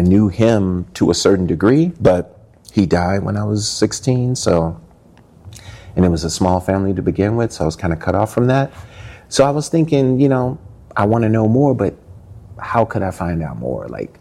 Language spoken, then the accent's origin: English; St. Louis, Missouri, United States; moved away; also born or lived in Tennessee; They separated when I was like 3. And I was moved from rural Tennessee, where I was born, to St. Louis. And I grew up in St. Louis. And then I've been here for 30 plus years, as well as some other places.